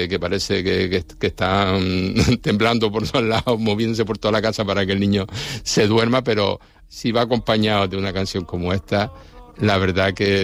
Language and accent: Spanish; Canary Islands, Spain; Soy canario y yo pienso ahora mismo que nuestra identidad como canario se está perdiendo.